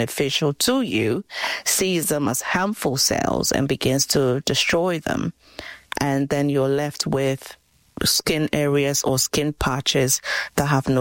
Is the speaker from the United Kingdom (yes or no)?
no; Ghana; I grew up in Ghana, West Africa.